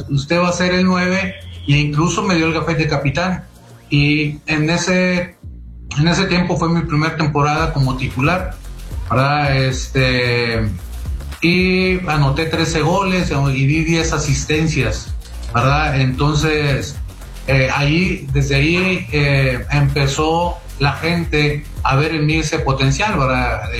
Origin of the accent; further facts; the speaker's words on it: Saltillo, Coahuila, Mexico; Aunque tenía 9 años, la primera vez que salí de Saltillo fui a un estadio allá en Monterrey